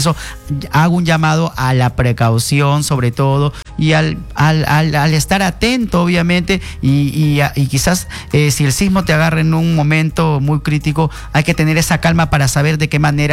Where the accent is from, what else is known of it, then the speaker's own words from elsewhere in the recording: Peru; a nosotros como peruanos